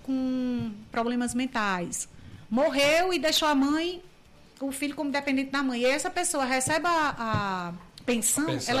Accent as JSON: {"language": "Portuguese", "town": "Currais Novos", "region": "Rio Grande do Norte", "country": "Brazil", "moved": "as an adult", "lives_now": "Natal, Brazil", "said": "eu vim do interior, com 19 anos para Natal"}